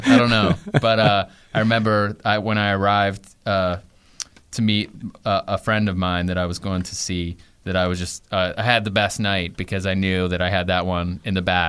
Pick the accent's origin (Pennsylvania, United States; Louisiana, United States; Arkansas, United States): Pennsylvania, United States; Belle Vernon; Yeah, So I grew up outside of Pittsburgh in a town called Belle Vernon in the Mon Valley.